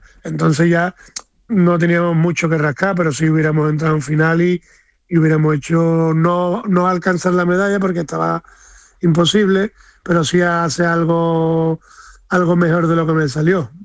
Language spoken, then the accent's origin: Spanish; Seville, Andalusia, Spain; soy muy sevillano y me gustan las cositas ricas de la tierra.